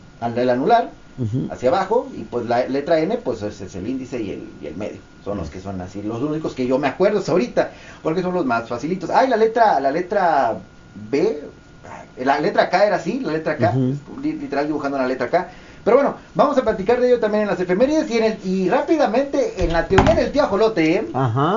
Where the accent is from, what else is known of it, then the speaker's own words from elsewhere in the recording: Chihuahua, Mexico; born there; yo que estaba, un saludo en la escuela Club Rotario, matutina, allá en el 13 y 14 de no, 15 y 14 de Chihuahua